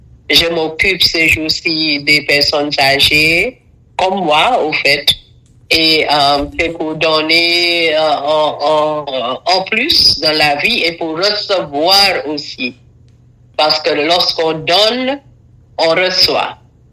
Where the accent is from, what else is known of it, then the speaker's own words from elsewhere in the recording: Dominica; also born or lived in Curaçao; Je suis dominicaine. Je suis née à Curaçao, des parents de la Dominique.